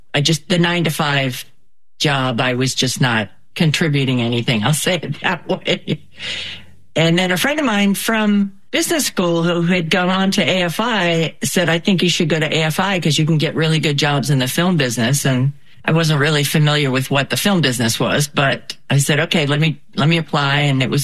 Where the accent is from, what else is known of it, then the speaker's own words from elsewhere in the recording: Massachusetts, United States; so I grew up in Massachusetts.